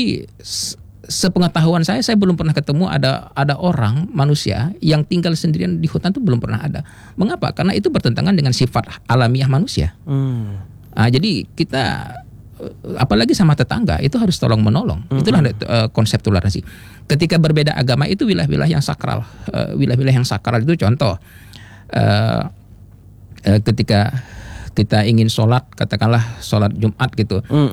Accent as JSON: {"language": "Indonesian", "town": "Sambas", "region": "West Kalimantan", "country": "Indonesia", "said": "kita masyarakat Sambas itu pernah punya sejarah kelam kerusuhan."}